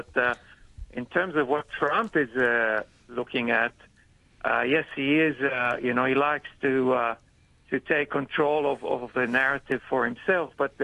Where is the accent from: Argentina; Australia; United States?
Australia; I'm from Australia. In Australia, we have to vote, and we have a very high percentage of voters as a result.